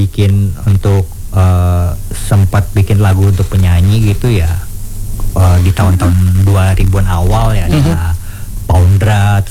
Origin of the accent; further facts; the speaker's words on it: Jakarta, Indonesia; Asli dari Jakarta, Indonesia.